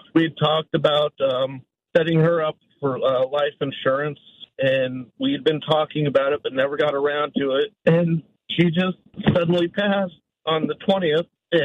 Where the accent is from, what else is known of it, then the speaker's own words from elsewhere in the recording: California, United States; moved away as an adult; we came out here from Southern California in 05.